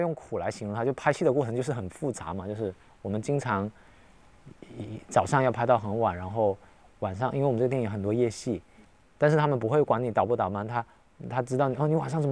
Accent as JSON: {"language": "Chinese", "area": "Chaoshan", "region": "Guangdong", "country": "China", "tie": "born or raised there", "said": "我作为在这片土地长大的一个孩子"}